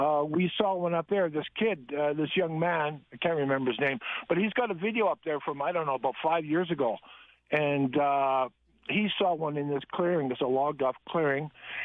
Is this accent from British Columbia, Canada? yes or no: yes; British Columbia, Canada; now in Alberta, Canada; I'm in Alberta now, but I was raised, born and raised in Vancouver Island